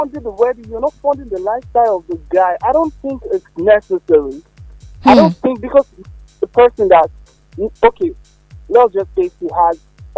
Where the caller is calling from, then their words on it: Abuja, Federal Capital Territory, Nigeria; I'm calling from Local Goma.